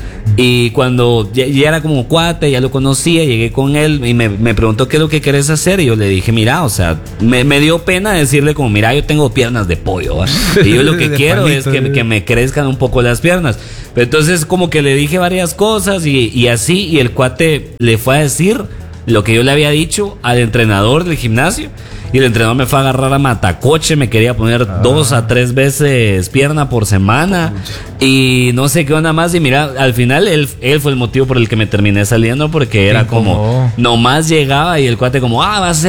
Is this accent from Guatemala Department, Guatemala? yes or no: yes; Guatemala City, Guatemala Department, Guatemala; No, no soy de Pinares. Ese no era el gimnasio del que estaba hablando. Pero yo sé, y sé porque crecí en la zona 18, que en todas nuestras colonias lindas de la zona 18 hay unos gimnasios que son unas joyas.